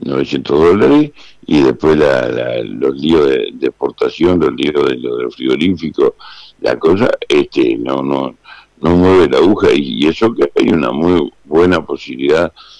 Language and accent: Spanish; San José, Uruguay; yo soy oriundo de San José